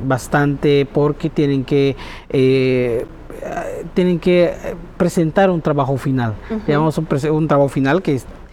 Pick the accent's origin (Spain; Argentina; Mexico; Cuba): Mexico; Yucatán